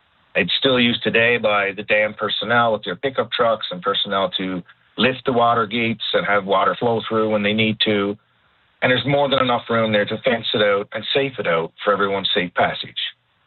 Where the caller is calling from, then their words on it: Howley, Newfoundland and Labrador, Canada; I'm calling from Howley.